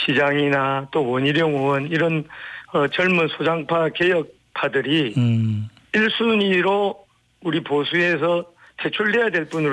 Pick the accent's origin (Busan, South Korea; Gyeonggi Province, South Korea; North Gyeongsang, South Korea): Busan, South Korea; 그런 부분에 대해서는 제가 뭐 부산 사나이로서 구차한 변명 없이 깨끗하게 100대 사죄하고